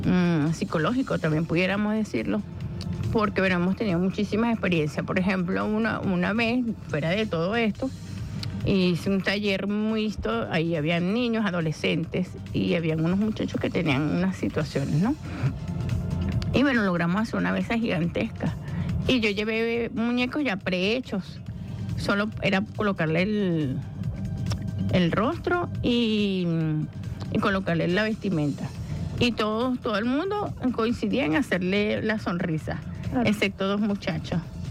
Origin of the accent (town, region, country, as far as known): Venezuela